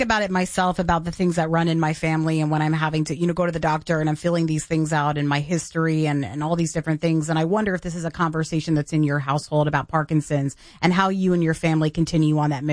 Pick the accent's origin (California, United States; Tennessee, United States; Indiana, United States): Tennessee, United States; Knoxville; my hometown of Knoxville, Tennessee